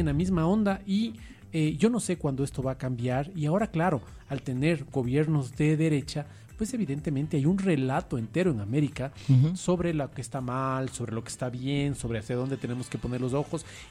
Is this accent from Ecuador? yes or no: yes; Ecuador